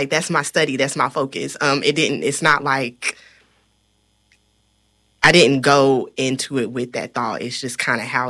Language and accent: English; Kentucky, United States; I mean, I'm Black from Kentucky. I don't need to go to other places to experience who I am.